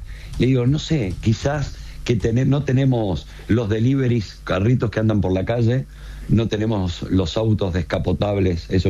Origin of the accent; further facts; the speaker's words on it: Argentina; cómo somos los argentinos, en este caso con el fútbol